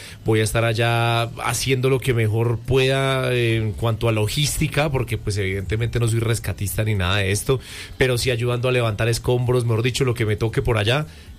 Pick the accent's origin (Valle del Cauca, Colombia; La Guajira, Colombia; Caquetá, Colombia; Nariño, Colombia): Valle del Cauca, Colombia; Cali; moved away; yo voy a estar en mi tierra, voy a estar en Santiago de Cali